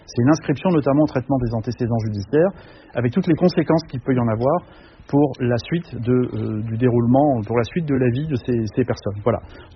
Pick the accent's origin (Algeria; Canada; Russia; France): France; Bourges, Centre-Val de Loire; je suis originaire de ce département, oui c'est vrai, je suis né à Bourges, j'y ai toutes mes attaches.